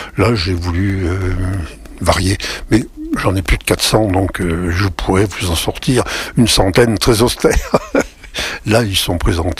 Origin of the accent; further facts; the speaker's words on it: Montluçon, Auvergne-Rhône-Alpes, France; je suis né à Montluçon, peut-être même probablement mort, je ne me rappelle plus très bien. Bon, et j'ai toujours vécu dans le coin, bien que j'ai cherché souvent à m'en échapper.